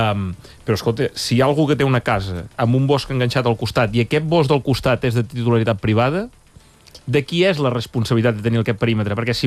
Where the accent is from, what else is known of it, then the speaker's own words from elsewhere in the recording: Banyoles, Catalonia, Spain; jo sóc de Banyoles i la meva família, entre altres coses, té una casa a la muntanya i té bosc